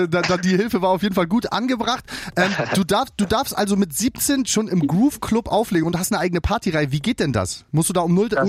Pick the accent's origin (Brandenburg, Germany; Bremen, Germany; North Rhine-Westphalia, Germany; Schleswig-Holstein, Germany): Bremen, Germany; Ich bin auch Findorfer.